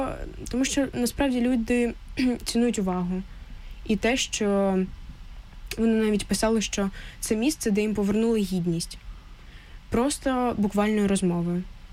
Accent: Sloviansk, Donetsk Oblast, Ukraine; Слов'янськ. Mm-hmm. Я зі Слов'янська, так.

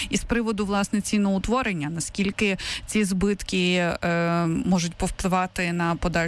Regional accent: Kyiv, Ukraine

